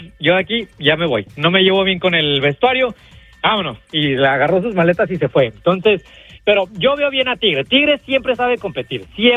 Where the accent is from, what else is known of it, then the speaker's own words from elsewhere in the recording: Ciudad Juárez, Chihuahua, Mexico; now in Utah, United States; yo confío en Juárez porque soy de Juárez